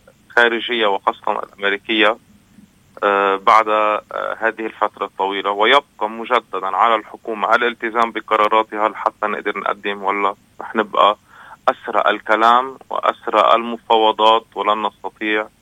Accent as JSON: {"language": "Arabic", "country": "Lebanon", "said": "الوضع القائم عندنا بلبنان."}